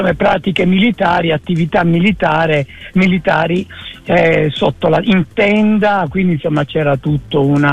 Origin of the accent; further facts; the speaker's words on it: Reggio Calabria, Calabria, Italy; born there; moved away as an adult; also born or lived in Palermo; Io sono nato a Palermo, vissuto a Reggio Calabria